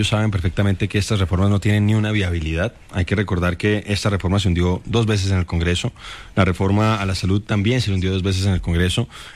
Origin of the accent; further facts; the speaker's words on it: Bogotá, Colombia; Bogotano.